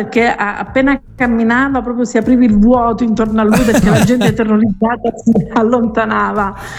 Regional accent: Reggio Calabria, Calabria, Italy

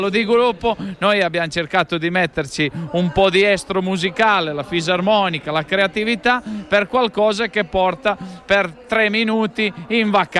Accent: Sicily, Italy; saremo ospiti sia in Sicilia, la mia terra

